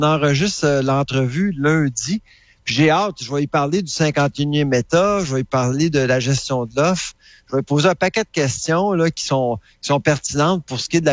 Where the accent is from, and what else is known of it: Canada